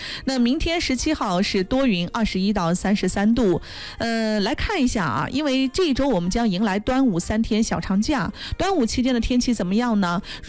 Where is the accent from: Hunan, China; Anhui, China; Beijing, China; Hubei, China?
Anhui, China; Dingyuan; now in Chuzhou, China; 因为像我老家就定远的